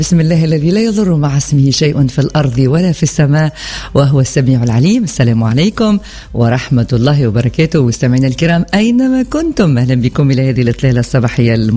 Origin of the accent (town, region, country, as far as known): Tunisia